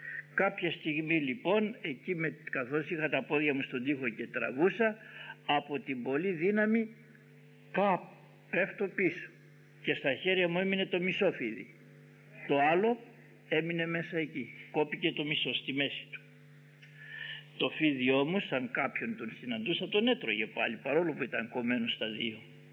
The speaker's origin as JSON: {"language": "Greek", "town": "Ioannina", "region": "Epirus", "country": "Greece", "tie": "born or raised there", "said": "Εγώ όταν ήμουν μικρό στα Γιάννενα"}